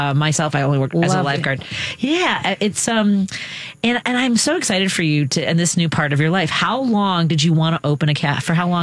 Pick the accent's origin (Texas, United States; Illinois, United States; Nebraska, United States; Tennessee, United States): Illinois, United States; Chicago; I grew up on Northwest Highway, 6100 block.